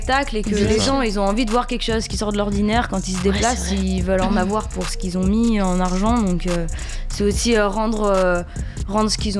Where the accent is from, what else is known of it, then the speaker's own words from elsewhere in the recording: Clermont-Ferrand, Auvergne-Rhône-Alpes, France; on a vraiment essayé de chercher les étoiles montantes de Clermont-Ferrand, là d'où je viens.